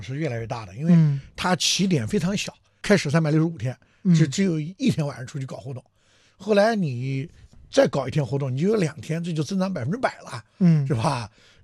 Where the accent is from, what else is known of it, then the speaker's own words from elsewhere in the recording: Ma'anshan, Anhui, China; now in Beijing, China; 比如说我老家在安徽马鞍山，